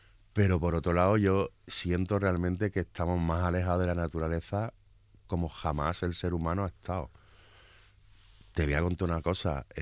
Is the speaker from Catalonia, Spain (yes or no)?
no; Cádiz, Andalusia, Spain; Pues tuvimos la suerte hace muchos años de, como gaditano, disfrazarla de cosas, en este caso de embutidos marinos.